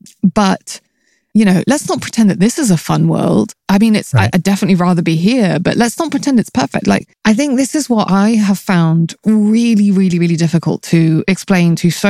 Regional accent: United Kingdom

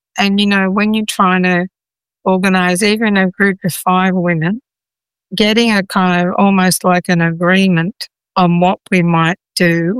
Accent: Australia; we in Australia

